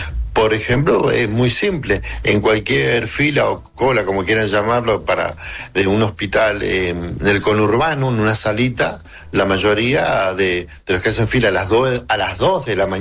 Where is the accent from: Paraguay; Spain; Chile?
Paraguay; born there; yo soy de nacional, yo nací en Paraguay, yo de mi padre argentino, que fallecido, yo nací en Paraguay